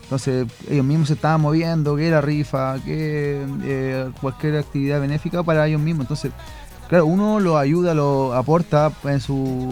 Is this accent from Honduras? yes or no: no; Chile